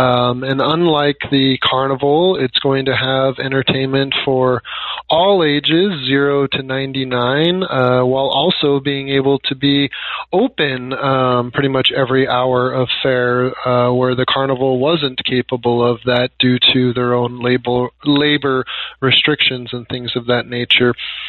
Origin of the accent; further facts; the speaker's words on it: Alaska, United States; I was fortunate to be born and raised in Alaska, and we traveled all over the lower 48 for summers